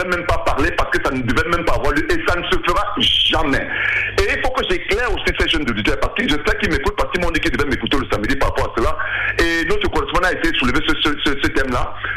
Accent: West, Cameroon; moved away; je ne suis pas de la région, je viens de l'Ouest Cameroun

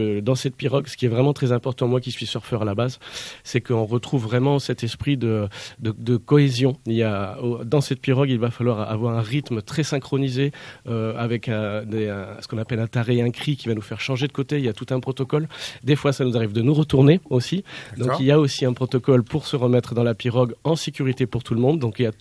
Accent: France; Donc chez nous, en France, on préfère dire pirogue

